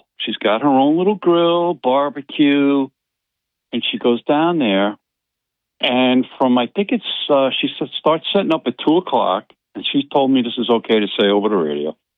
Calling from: Binghamton, New York, United States

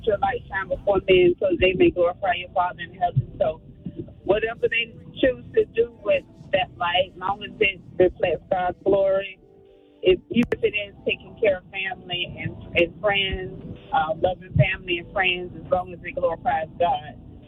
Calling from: Jacksonville, Florida, United States; from Jacksonville.

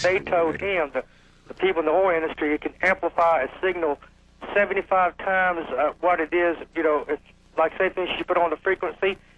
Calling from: Daytona Beach, Florida, United States; Yeah, I'm calling from Daytona Beach, Florida.

